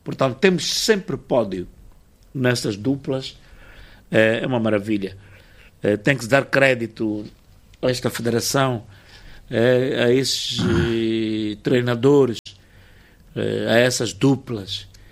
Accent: Vilanculos, Inhambane, Mozambique; Está lá na minha terra. Na nossa. Está em Vilanculos a passar férias, né?

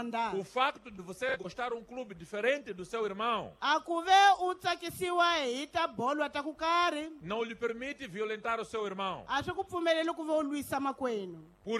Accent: Mozambique; Mas se nós, como moçambicanos

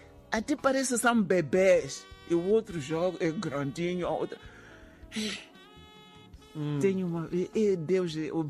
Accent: Inhambane, Mozambique; now in Maputo, Mozambique; Eu não nasci aqui em Maputo. Nasci em Inhambane. Eu faço aqueles pratos de lá típicos da minha terra.

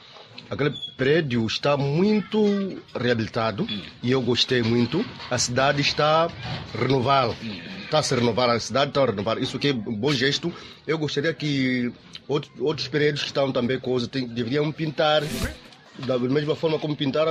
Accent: Nampula, Mozambique; moved away; Eu sou natural de Mecubus.

